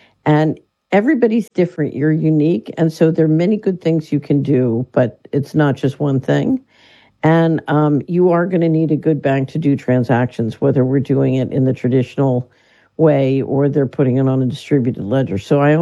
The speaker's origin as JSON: {"language": "English", "town": "Philadelphia", "region": "Pennsylvania", "country": "United States", "tie": "born or raised there", "said": "Yeah, I grew up in West Philadelphia."}